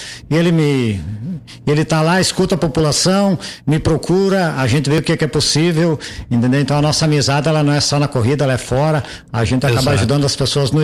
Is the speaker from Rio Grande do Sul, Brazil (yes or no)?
yes; Bento Gonçalves, Rio Grande do Sul, Brazil; also born or lived in Veranópolis; Eu sou natural de Bento Gonçalves.